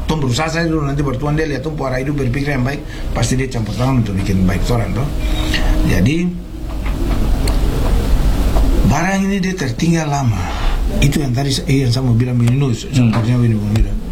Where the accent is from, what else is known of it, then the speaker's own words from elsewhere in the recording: Sorong, Southwest Papua, Indonesia; Dulu kan kita anak Sorong nih, mau kemana saja kita bersatuan, mau dirantau di mana, anak Sorong tuh kompak.